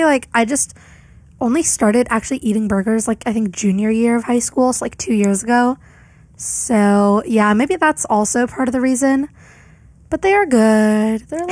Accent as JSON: {"language": "English", "region": "Washington", "country": "United States", "moved": "as an adult", "lives_now": "Orange, United States", "said": "I'm from Washington State, like, near Seattle."}